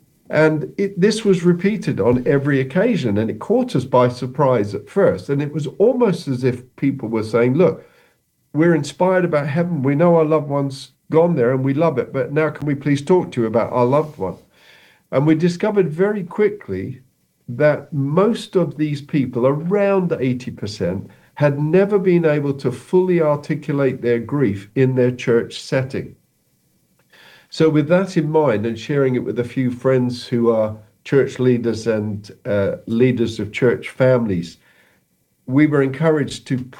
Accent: Tanzania; also born or lived in Fareham, United Kingdom; I was born in Fareham in Hampshire. But then as a child, I grew up in what is now Tanzania, East Africa.

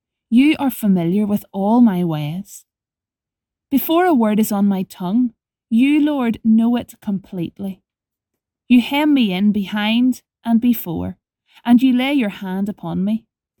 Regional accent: Northern Ireland, United Kingdom; I'm from County Armagh in Northern Ireland.

